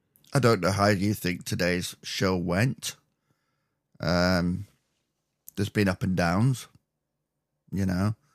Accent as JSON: {"language": "English", "country": "United Kingdom", "said": "We're obviously British."}